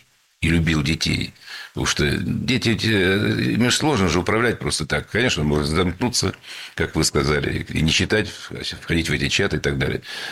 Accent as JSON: {"language": "Russian", "region": "Saint Petersburg", "country": "Russia", "tie": "born or raised there", "said": "мы ходили смотреть в БДТ-постановку, великий театр моего родного города."}